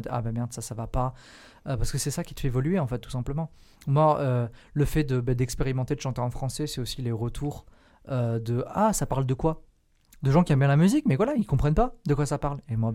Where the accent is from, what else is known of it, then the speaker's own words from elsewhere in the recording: Occitanie, France; moved away as an adult; now in Grenoble, France; Alors moi, je ne suis pas de Grenoble à la base. Moi, je viens du sud de Perpignan. Donc vraiment Pyrénées-Orientales. Tu prends la bagnole en 20 minutes en Espagne. Tu vois, c'est vraiment le sud de ouf. Après j'ai beaucoup bougé pendant et après mes études